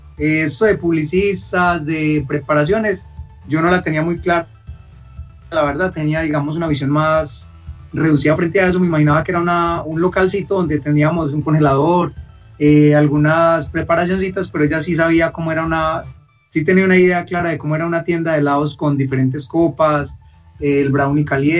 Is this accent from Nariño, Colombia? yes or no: no; Sopetrán, Antioquia, Colombia; also born or lived in Medellín; estaba pues por esa época en la ciudad de Medellín, ya regresé a mi pueblo, que es un municipio de Antioquia, Sopetrán